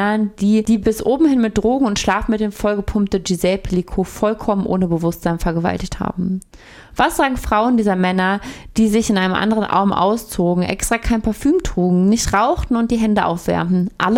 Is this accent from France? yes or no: yes; France; Denn Frankreich ist auch meine Heimat.